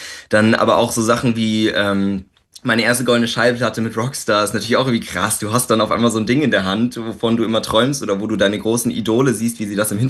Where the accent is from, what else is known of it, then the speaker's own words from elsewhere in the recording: Landsberg, Germany; now in Berlin, Germany; Ich komme ja eigentlich aus Landsberg, aus einem Dörfchen oder so ein Städtchen